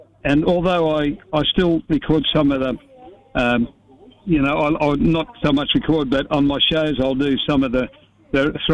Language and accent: English; Alice Springs, Northern Territory, Australia; I went to school up there and everything. You know, all my schooling was done in Alice Springs.